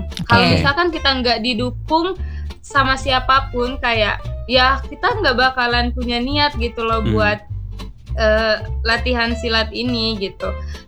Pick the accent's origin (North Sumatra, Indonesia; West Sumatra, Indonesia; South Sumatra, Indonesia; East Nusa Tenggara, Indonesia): South Sumatra, Indonesia; moved away; Awalnya aku cuman ke Lampung tuh dari Sumatera. Aku awalnya dari Sumatera Selatan.